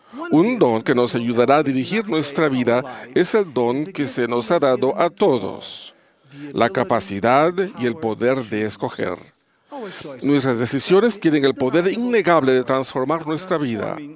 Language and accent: Spanish; Portugal; En Portugal, mi país natal, por ejemplo, durante el período de descubrimientos del siglo XV